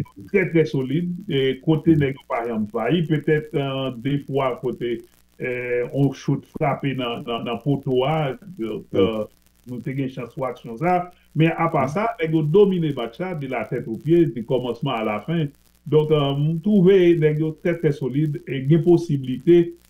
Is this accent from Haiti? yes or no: yes; Haiti; c'est peut-être la première fois que je suis haïtien aussi fier pour vous présenter comme haïtien.